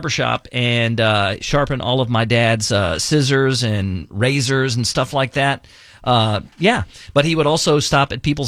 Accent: Mesquite, Texas, United States; When I was a kid growing up in Mesquite, Texas

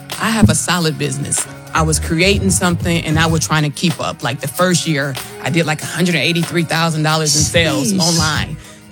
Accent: Detroit, Michigan, United States; I'm from Detroit.

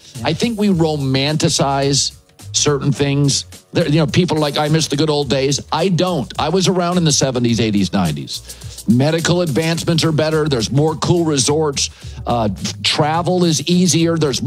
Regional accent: West Coast, United States; I grew up on the West Coast. So I grew up as a Pac-12 fan.

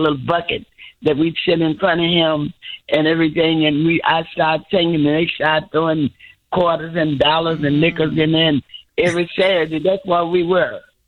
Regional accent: Arkansas, United States; I'm from Arkansas

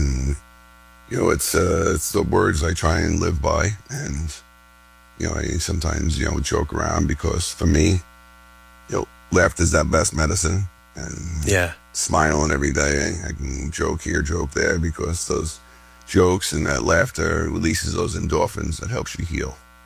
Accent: New York City, New York, United States; between my personal family and, you know, growing up in New York City and my three brothers, New York City firemen

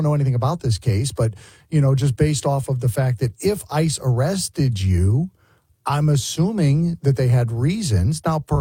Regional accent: Connecticut, United States; also born or lived in New York; now in South Carolina, United States; I am from Connecticut originally, born and raised there, lived in New York for a number of years, and then made the decision in the early 2000s to escape.

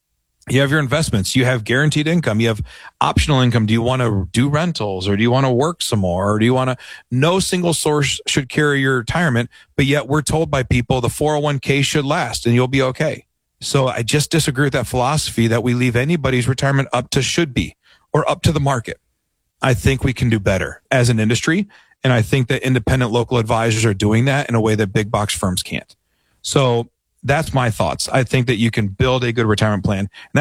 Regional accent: Michigan, United States; also born or lived in Dover, Delaware / Fort Benjamin Harrison, Indiana; I was born on the Dover Air Force Base in Dover, Delaware, moved to Fort Benjamin Harrison, Indiana at 9 months old, and moved to Michigan when I was four.

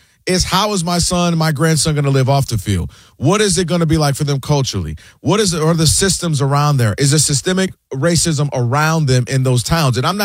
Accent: Ann Arbor, Michigan, United States; I've experienced it growing up in Ann Arbor, Michigan, which is a diverse town.

